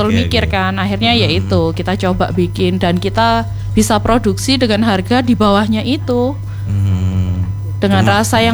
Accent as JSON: {"language": "Indonesian", "town": "Malang", "region": "East Java", "country": "Indonesia", "tie": "born or raised there", "said": "Enggak, saya dari Malang."}